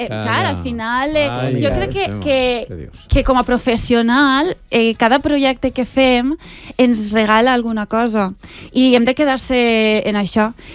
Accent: Alcoy, Valencian Community, Spain; un camí que es gastava per a transportar el peix de la costa cap a l'interior, i arribem al Coi, al meu poble.

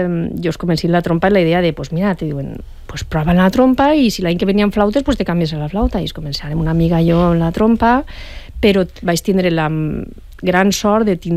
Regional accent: Alboraia, Valencian Community, Spain; molts dels músics professionals que som ara d'Alboraia.

